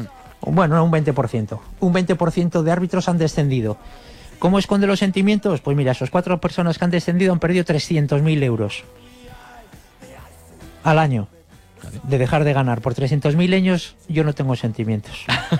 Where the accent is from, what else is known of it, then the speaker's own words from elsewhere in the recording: Leganés, Community of Madrid, Spain; Yo como soy de Leganés